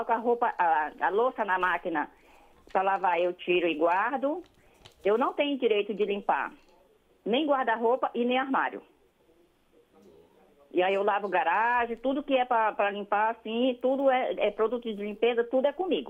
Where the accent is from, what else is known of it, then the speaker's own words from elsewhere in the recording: Balsas, Maranhão, Brazil; also born or lived in Castanhal / Belém; chamada Passo Fragoso. Fui criada em Balsas. De Balsas eu fui para Castanhal, no Pará. De Castanhal fui para Belém.